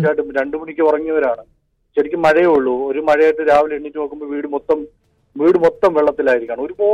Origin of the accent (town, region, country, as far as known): Ranni, Kerala, India; born or raised there